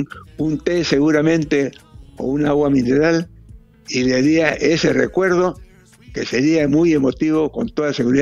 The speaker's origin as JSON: {"language": "Spanish", "country": "Peru", "said": "a mí me dio mucho gusto como peruano"}